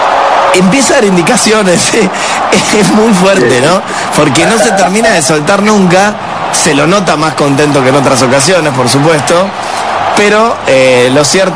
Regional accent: Argentina; no lo estamos diciendo porque somos todos argentinos

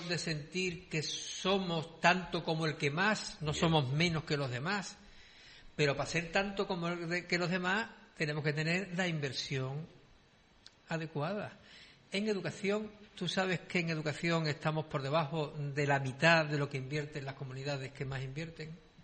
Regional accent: Andalusia, Spain; la bandera de Andalucía, la bandera de mi pueblo

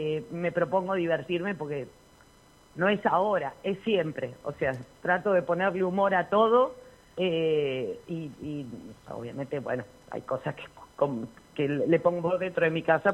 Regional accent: Argentina; soy argentina

